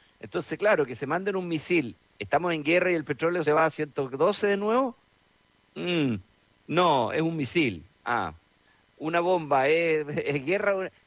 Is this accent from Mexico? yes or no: no; Chile; yo como chileno